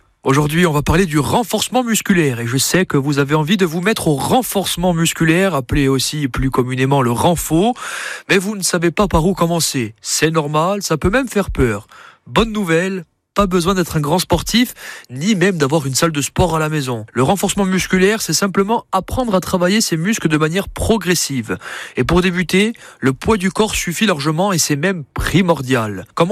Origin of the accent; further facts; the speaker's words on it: Corsica, France; Et puis chez nous en Corse, nous avons, je pense, de merveilleux paysages.